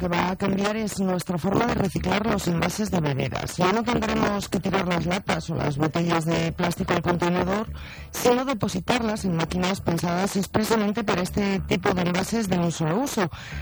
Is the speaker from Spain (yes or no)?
yes; Spain